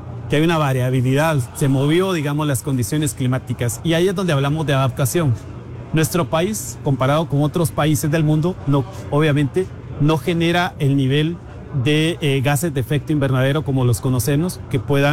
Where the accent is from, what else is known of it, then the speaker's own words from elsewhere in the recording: San Agustín Acasaguastlán, El Progreso, Guatemala; Personalmente soy de San Agustín, Casahuastlán, entonces hablábamos del progreso, Zacapa, Chiquimula.